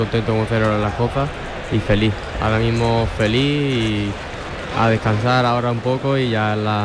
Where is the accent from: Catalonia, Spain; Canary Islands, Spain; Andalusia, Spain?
Andalusia, Spain; La Línea de la Concepción; Sí, ayer debuté con caballo aquí en mi pueblo en la línea